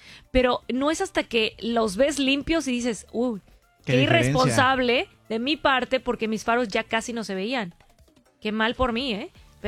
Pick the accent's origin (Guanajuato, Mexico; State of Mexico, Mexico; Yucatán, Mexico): Yucatán, Mexico; Mérida; Pero nosotros como yucatecos, o sea, de toda la vida, pues sí. Es súper diferente el tráfico de hoy en día. Esto no existía aquí en Mérida, al menos en Mérida.